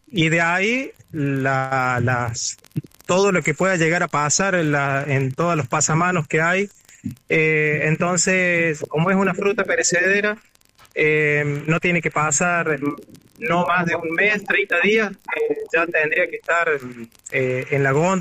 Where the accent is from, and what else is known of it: Quilino, Córdoba, Argentina